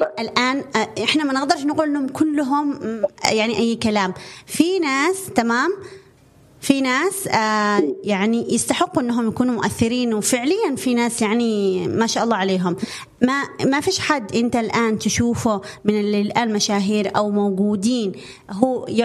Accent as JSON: {"language": "Arabic", "country": "Yemen", "said": "لدرجة أنه تقول هذا بدت حتى عندنا باليمن يعني لدرجة مستفزة"}